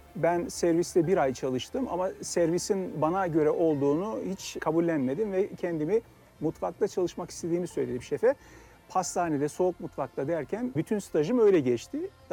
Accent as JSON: {"language": "Turkish", "town": "Alıcık", "region": "Amasya", "country": "Turkey", "tie": "born or raised there", "said": "Amasya Merzifon Alıcık Köyü'nde doğdum. 5 kardeşiz, ailenin en küçük bireyi benim. Çocukluğum köyde geçti"}